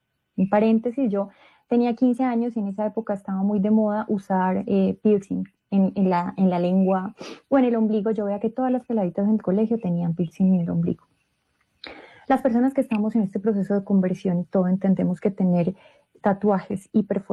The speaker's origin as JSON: {"language": "Spanish", "country": "Colombia", "said": "Como les contaba, yo soy colombiana, colombianísima."}